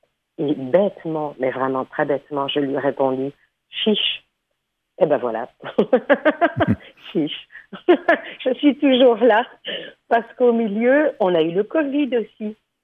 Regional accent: Thessaloniki, Central Macedonia, Greece

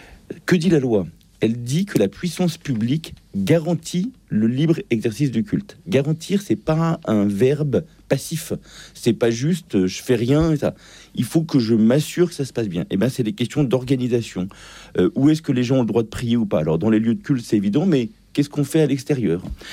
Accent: Massy, Île-de-France, France; moi, ma commune, j'ai grandi à Massy. Quand je suis arrivé à Massy, à ma naissance, en 70, la population était blanche, il y avait de fait... pas de musulmans visibles

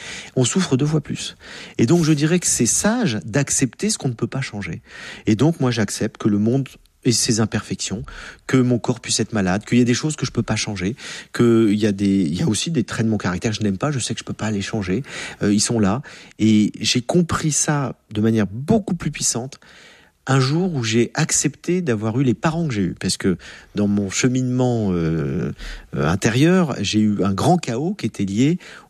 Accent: France; Plus qu'en France, qu'on est français, on se plaint doublement.

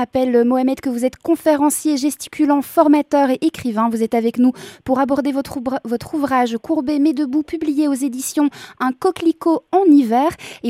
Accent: Grand Est, France; born there; Moi, je suis née en Ardennes, mais je valide le couscous

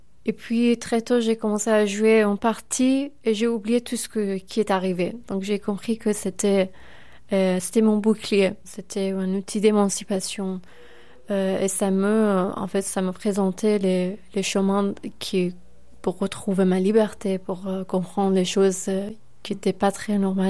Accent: Iran; French is a second language

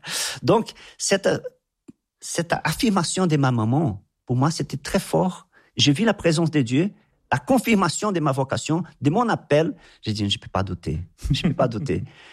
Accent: Anápolis, Goiás, Brazil; French is a second language; also born or lived in São Paulo, Brazil; Parce que quand j'étais dans ces campements à São Paulo, j'ai retourné chez moi à Goiás, à Anápolis.

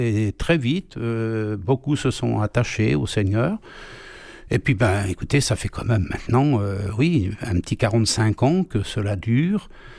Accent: Laon, Hauts-de-France, France; moved away; je suis arrivé dans cette ville pour visiter ma famille, parce que je suis originaire de Laon.

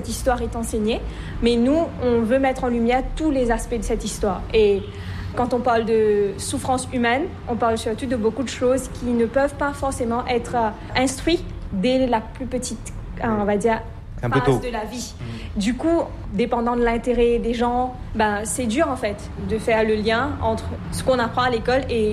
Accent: Mauritius; Alors, parce qu'on est beaucoup de Mauriciens dans notre île, mais on est aussi beaucoup de Mauriciens à l'international.

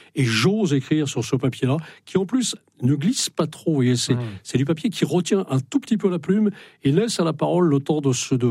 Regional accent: Brittany, France; Quand on est breton, quand on aime la Bretagne, c'est une poésie permanente comme ça qu'on a au cœur, qu'on a dans le sang, et on ne peut pas s'empêcher d'être hanté par la Bretagne lorsqu'on est breton

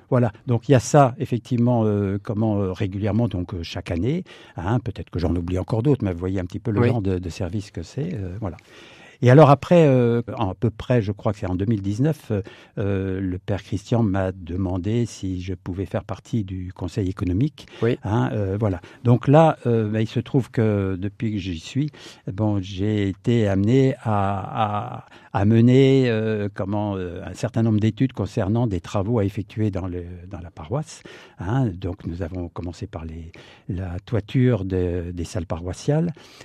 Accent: Nancy, Grand Est, France; moved away as an adult; Je ne suis pas du tout sartois, je suis d'origine de Nancy, de l'Est. Voilà, et il se trouve que mon parcours personnel et professionnel m'ont amené à arriver en Sarthe en 88.

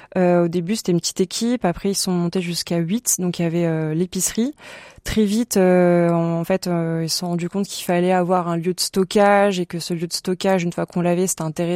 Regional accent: Auvergne-Rhône-Alpes, France; j'ai grandi dans le Vercors, entourée de montagnes.

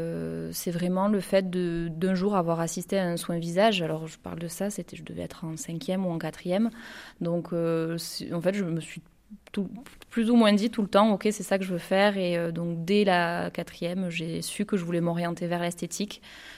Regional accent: Montpellier, Occitanie, France; Moi je suis roltaise, donc je suis née à Montpellier, j'ai toujours grandi dans le coin, on va dire. Après à Vennes, pourquoi ? Parce que mes parents sont des Hauts-Cantons, donc c'est vrai que j'ai toujours plus ou moins connu le coin.

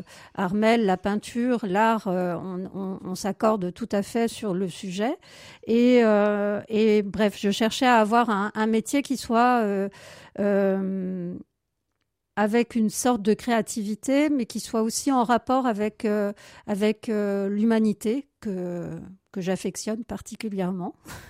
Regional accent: Châteaudun, Centre-Val de Loire, France; born there; also born or lived in Paris / Chartres; Je suis née en 1972 à Paris. Et j'ai grandi une petite partie en ville. Et puis ensuite, mes parents ont déménagé du côté de l'Eure-et-Loir vers Chartres, Châteaudun. Et j'ai fait une scolarité un peu chaotique dans cette périphérie

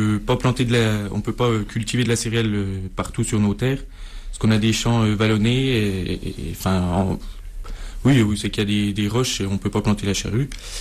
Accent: Bourgogne-Franche-Comté, France; moi je viens du Jura, on a quand même des beaux paysages.

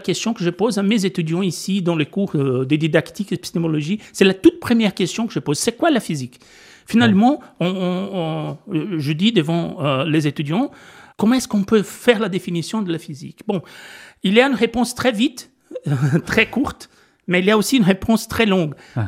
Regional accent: Brazil; French is a second language; moved away as an adult; now in Belgium; je suis brésilien.

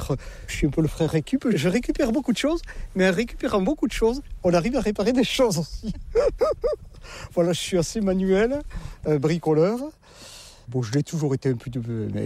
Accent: Saint-Vincent-de-Paul, Nouvelle-Aquitaine, France; Avec mon accent, je ne suis pas du nord de la Loire, non. Je suis des Landes, du pays de Saint-Vincent-de-Paul.

